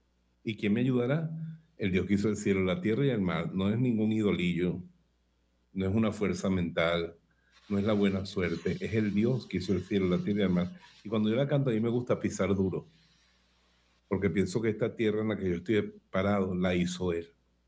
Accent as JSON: {"language": "Spanish", "town": "Bejuma", "region": "Carabobo", "country": "Venezuela", "tie": "born or raised there", "said": "nacieron en Bejuma, en mi pueblo"}